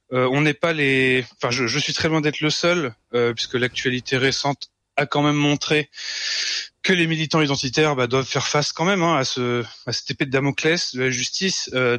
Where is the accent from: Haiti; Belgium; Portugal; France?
France; Et qui nous sommes ? Nous sommes des Français, des Européens, également des Occidentaux.